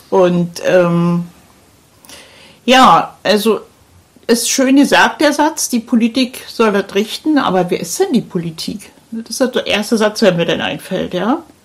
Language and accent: German; Berlin, Germany; moved away; Das ist halt auch wirklich, wo ich so fasziniert bin als Berlinerin.